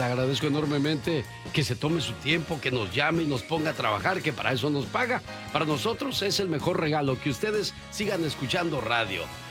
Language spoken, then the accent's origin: Spanish; Mochicahui, Sinaloa, Mexico; now in Tempe, United States; de Tempe, Arizona, soy de Mochicagui, el fuerte Sinaloa, México.